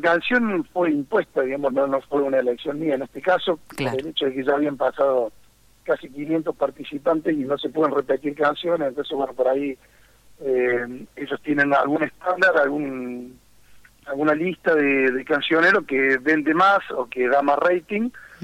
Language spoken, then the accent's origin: Spanish; Río Tercero, Córdoba, Argentina; en esta ciudad, sobre todo, que tanto quiero, en la que soy nativo